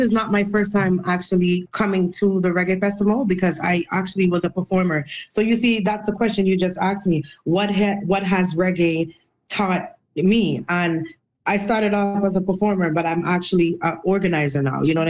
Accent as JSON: {"language": "English", "country": "Canada", "said": "we as Canadian artists, we have to take the music just as serious as people in the States and in Jamaica and all over the world. Because if we don't do that, it's like we're not showing what Canada has to offer."}